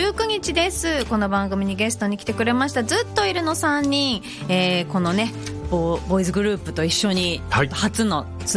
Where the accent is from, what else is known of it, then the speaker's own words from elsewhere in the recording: Yurihonjo, Akita, Japan; 地元秋田由利本荘市